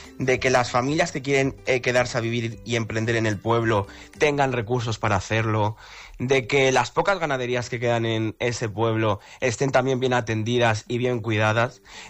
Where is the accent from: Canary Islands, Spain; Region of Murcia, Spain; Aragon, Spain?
Aragon, Spain; Guadalaviar; moved away; para un pueblo como es el mío, como es Guadalaviar